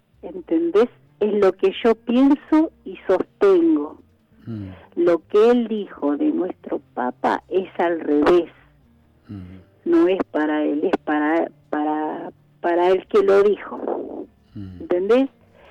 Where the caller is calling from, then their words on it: Bernal, Buenos Aires Province, Argentina; De Bernal.